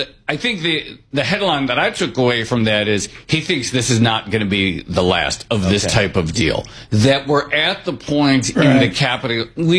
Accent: New York, United States

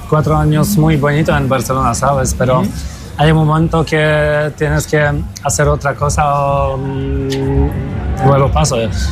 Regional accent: Poland; Spanish is a second language; Sí, claro, sabes, yo soy polaco, soy de Polonia

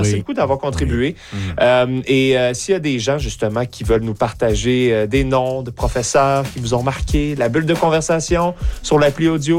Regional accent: Quebec, Canada; Donc, j'ai grandi dans les Basses-Laurentides.

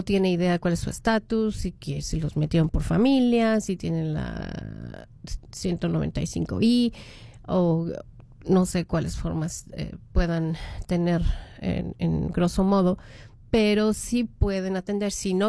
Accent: Mexico; yo soy mexicana y no entiendo qué está pasando ahí

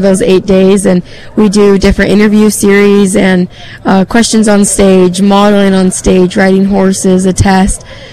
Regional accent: Utah, United States; I'm from Utah.

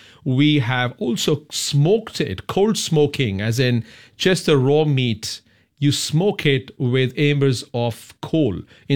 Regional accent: India

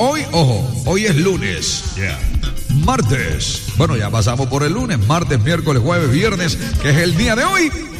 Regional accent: Cartagena, Bolívar, Colombia; la felicidad de Cartagena, la alegría de la emisora que más se oye en mi tierra linda.

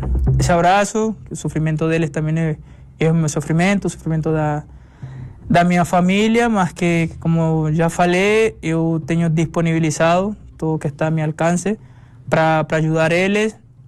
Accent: Colombia; mas yo acho que nosotros como colombianos tenemos esa capacidad allí de nos unir

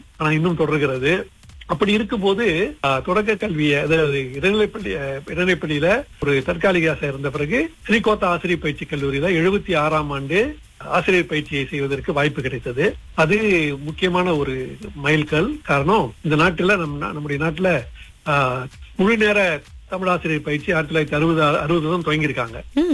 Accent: Labis, Johor, Malaysia; நான் பிறந்து வளர்ந்தது படித்ததெல்லாம் ஜுகூர் மாநிலம் சாவில் உள்ள ஜுகூர் லாபிஸ் தோட்டம் பிரிவு 4. அதை வந்து எங்க ஊர்ல வந்து 12 கட்டைன்னு சொல்லுவோம்.

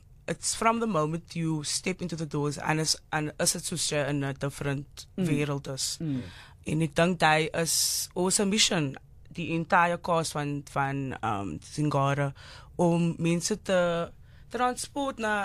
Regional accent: Cape Town, Western Cape, South Africa; now in Johannesburg, South Africa; Ek is van Strandfontein Village in die Kaap, ja.

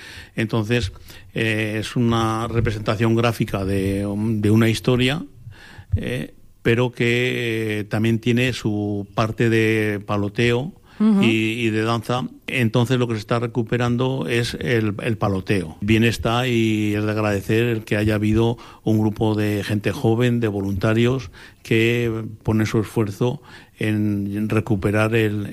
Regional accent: Ateca, Aragon, Spain; referente que el permanecer en Ateca y sentirme un atecano al 100%. Y pensar siempre en hacer cosas para mi pueblo.

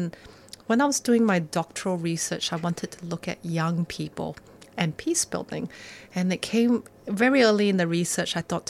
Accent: Malaysia; Well, I am a Malaysian by birth. So if you ever had a conversation with Malaysians, we can't stop talking about food. We can go for hours and hours. And I grew up in that context and I've traveled around the world.

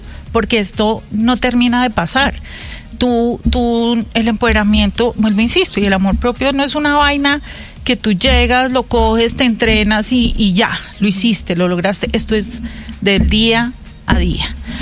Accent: Cali, Valle del Cauca, Colombia; also born or lived in Armenia, Colombia; yo me crié en Cali, o sea, yo nací en Armenia y me crié en Cali

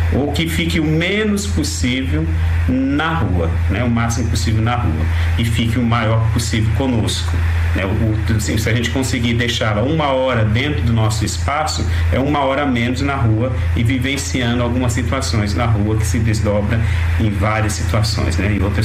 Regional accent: São Paulo, Brazil; Eu disse que eu sou de São Paulo, tem hora que eu falo o sinal, o semáforo, né?

